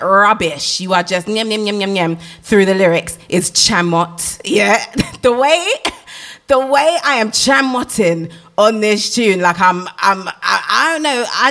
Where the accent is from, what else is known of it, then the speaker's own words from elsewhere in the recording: Sierra Leone; I'm from Sierra Leone, yeah, and we speak Creole. I speak Creole, yeah.